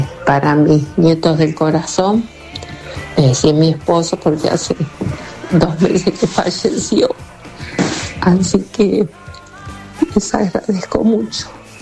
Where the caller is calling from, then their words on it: Monte Grande, Buenos Aires Province, Argentina; de Monte Grande